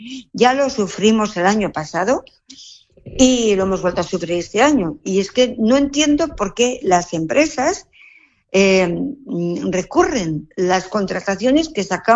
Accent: Alfaro, La Rioja, Spain; somos un municipio riojano

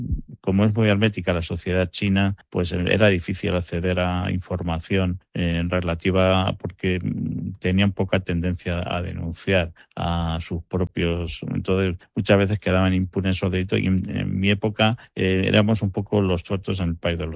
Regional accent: Alcázar de San Juan, Castilla-La Mancha, Spain; born there; decimos que los de mi pueblo, Alcázar de San Juan, somos línea dura

